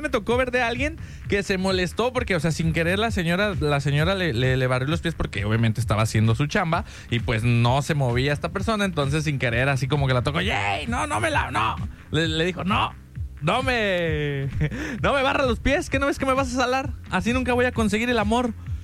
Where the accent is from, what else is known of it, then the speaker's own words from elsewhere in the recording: Mexico; creo que también como mexicano es normal